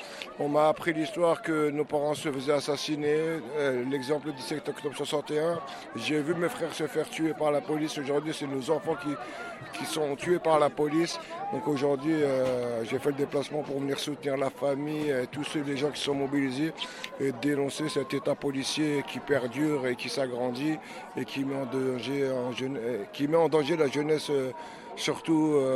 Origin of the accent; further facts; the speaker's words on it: Dammarie-les-Lys, Île-de-France, France; j'ai grandi à Damary-les-Lys, là où Abdelkader Bouzien a été tué par la police en 1997.